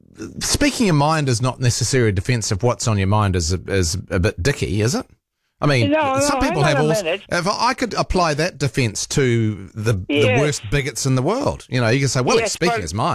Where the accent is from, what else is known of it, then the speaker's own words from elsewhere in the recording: New Zealand; No, I'm a New Zealander. I'm a born.